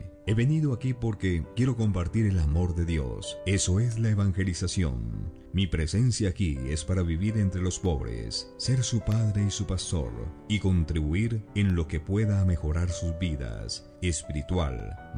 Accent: Spain; moved away as an adult; also born or lived in United States; now in Ethiopia; de 37 años, nacido en Estados Unidos, aunque crecí en España y soy sacerdote de la diócesis de Getafe.

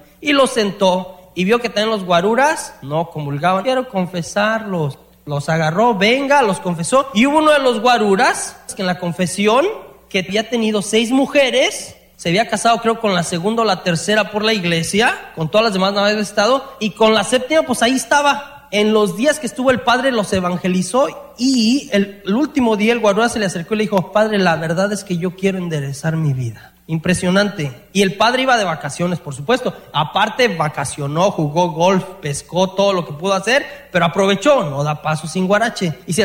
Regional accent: Mexico; now in United States; muchos de los que venimos de México, venimos por el sueño americano y de hacer más y tener más

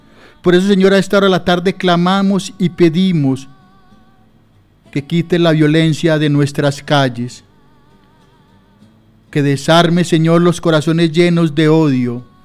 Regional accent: Colombia; muchos colombianos nos dejamos llevar

